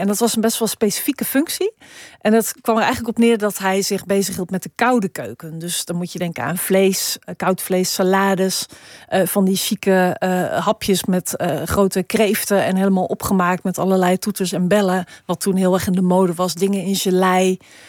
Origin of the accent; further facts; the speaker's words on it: Suriname; Ja, ik kom uit Suriname, dus iedereen gooit je oom en tante.